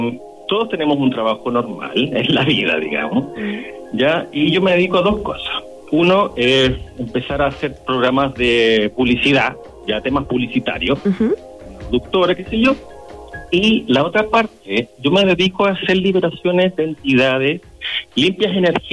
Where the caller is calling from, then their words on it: Maipú, Santiago Metropolitan Region, Chile; De aquí, de la comuna de Maipú, República Independiente Maipú.